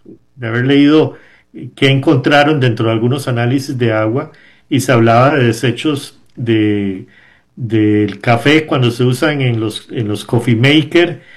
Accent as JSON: {"language": "Spanish", "country": "Costa Rica", "said": "Y nosotros como costarricenses debemos de sentirnos orgullosos de tener este gran país"}